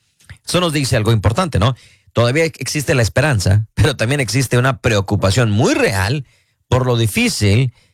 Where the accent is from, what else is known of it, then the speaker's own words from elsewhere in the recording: Mexico; now in United States; somos mexicanos